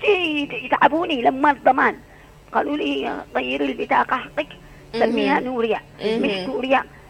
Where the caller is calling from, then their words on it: Aden, Yemen; عندنا في عدن